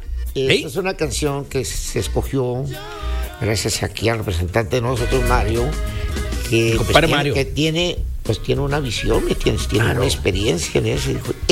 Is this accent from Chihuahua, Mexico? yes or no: no; Tamaulipas, Mexico; now in Monterrey, Mexico; Eso pasó en mi pueblo, no Progreso. Yo soy de Veracruz y Progreso, soy un ejido, pero está pegado a Nuevo Progreso, Tamaulipas.